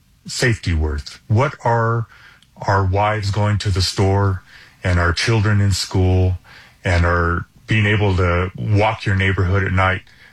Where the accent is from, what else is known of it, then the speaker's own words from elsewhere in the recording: Albuquerque, New Mexico, United States; Yes, sir. Again, born and raised in Albuquerque. A former combat Marine.